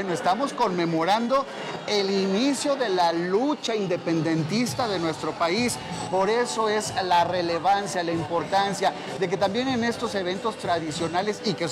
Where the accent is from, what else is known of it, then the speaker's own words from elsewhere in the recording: Mexico; Es que así somos los mexicanos.